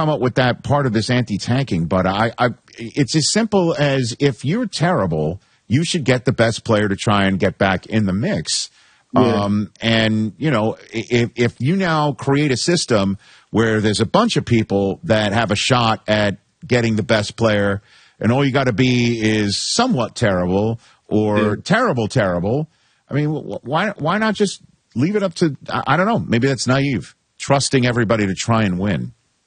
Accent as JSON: {"language": "English", "region": "New York", "country": "United States", "said": "I'm a New Yorker"}